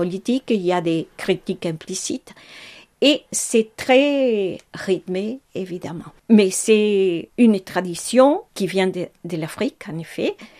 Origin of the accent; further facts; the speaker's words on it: Montevideo, Uruguay; Chez nous, à Montevideo, c'est une tradition.